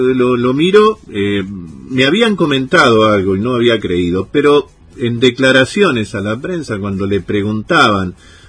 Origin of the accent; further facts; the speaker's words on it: Argentina; esa enfervorizada pasión, entre comillas, que tenemos los argentinos